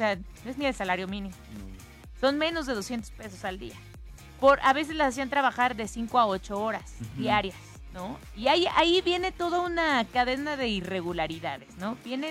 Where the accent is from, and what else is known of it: Puebla, Mexico